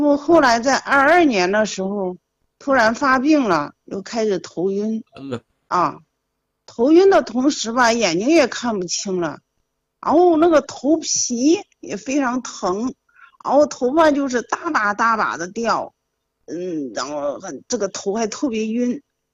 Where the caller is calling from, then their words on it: Henan, China; 今年快70了。我家是河南的